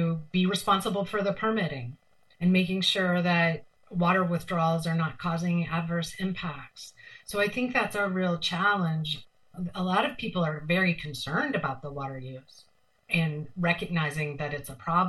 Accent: Missouri, United States; born there

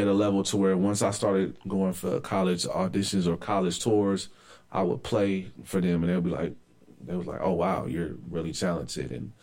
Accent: Oakland, California, United States; Growing up in Oakland and always coming across the bridge to the city to see, like, my grandmother, who was in Fillmore, and going to Third Baptist Church in San Francisco

